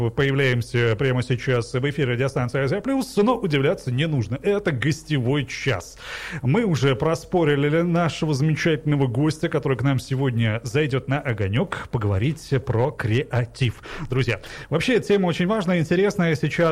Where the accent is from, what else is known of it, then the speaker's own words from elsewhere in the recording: Tajikistan; потому что все-таки мы из Центральной Азии, вы из Узбекистана, мы из Таджикистана.